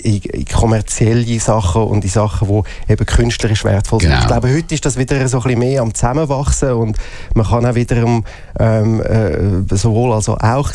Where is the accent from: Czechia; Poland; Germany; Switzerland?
Switzerland; Zurich; born there; Ich bin Zürcher, bin in Zürich aufgewachsen und dann in früheren Jahren ist Zürich-Oberland gezogen.